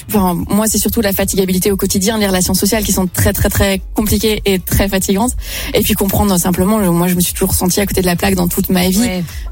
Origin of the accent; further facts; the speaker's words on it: Belgium; je viens de Belgique